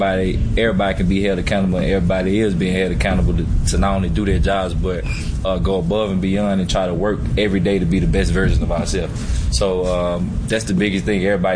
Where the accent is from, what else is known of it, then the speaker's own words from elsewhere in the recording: Mississippi, United States; Cause I mean, I'm from Mississippi. I don't have trouble anymore, but I've had trouble before with guys not understanding some of the things that I say.